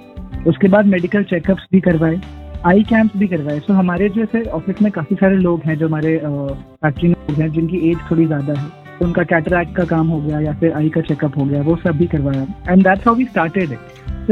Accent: Lucknow, Uttar Pradesh, India; also born or lived in Sidhauli; हम लोग लखनऊ से हेल करते हैं, हम लोग मतलब ओरिजिनली लखनऊ से है, लखनऊ के पास भी हमारा गाँव है सिधौली करके।

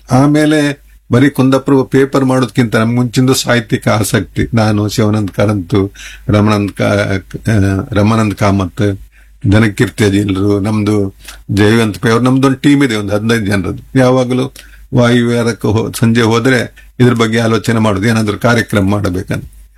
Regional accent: Kundapur, Karnataka, India

